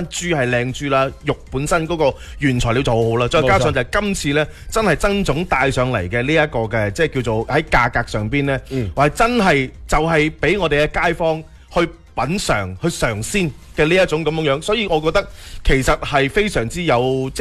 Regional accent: Guangdong, China; 我哋廣東人

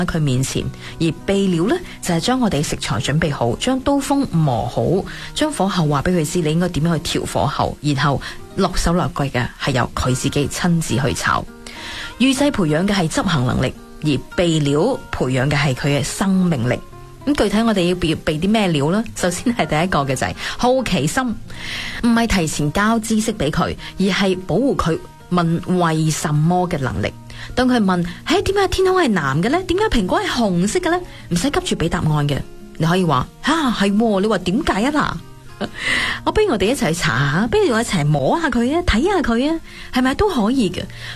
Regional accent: Guangdong, China; 真正的好味道对于我们广东人来讲，更加知道需要那份的镬气，那份的生滚，那份的现炒。

